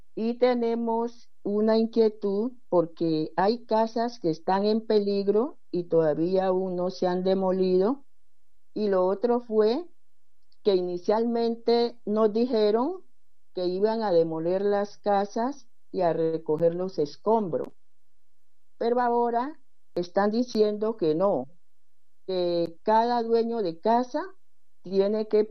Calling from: Buenaventura, Valle del Cauca, Colombia; líder comunal del distrito de Buenaventura y resido en el barrio El Capricho.

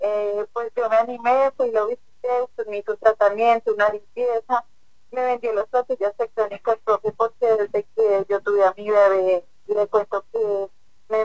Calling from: Sasaima, Cundinamarca, Colombia; Lo estoy llamando de Sasaima, Cundinamarca.

